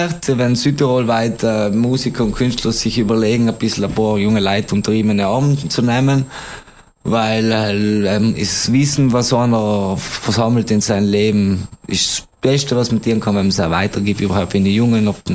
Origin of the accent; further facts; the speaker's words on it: Ritten, Trentino-Alto Adige, Italy; Das Festival findet auf dem Festplatz Unterrinn statt, auf dem Ritten, also in meinem Dorf, wo ich herkomme.